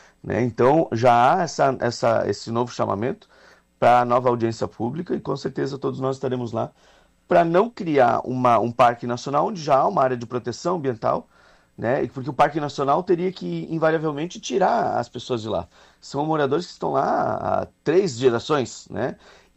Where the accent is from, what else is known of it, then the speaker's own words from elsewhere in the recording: Joinville, Santa Catarina, Brazil; eu sou de Joinville.